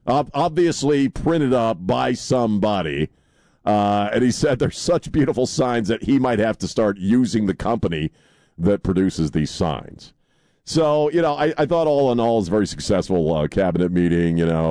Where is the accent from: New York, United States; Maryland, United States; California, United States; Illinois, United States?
Maryland, United States; I grew up with people. I grew up in Maryland.